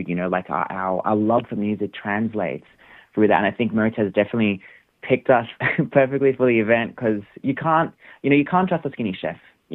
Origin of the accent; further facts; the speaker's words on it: Melbourne, Victoria, Australia; Well, the fun thing is we're all mostly from Melbourne, actually.